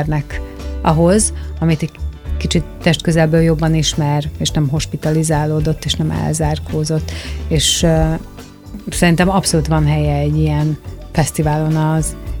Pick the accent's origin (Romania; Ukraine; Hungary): Hungary; Budapest; born there; valamelyest én is onnan származom, uh-huh. vagy hát a nagyszüleim, mert én már Budapesten születtem